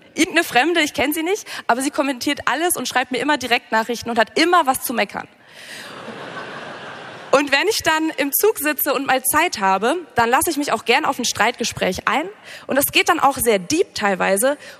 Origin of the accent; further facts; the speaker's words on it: North Rhine-Westphalia, Germany; Okay, ich merke schon, wir sind ja gerade in Bayern. Eigentlich komme ich aber aus NRW.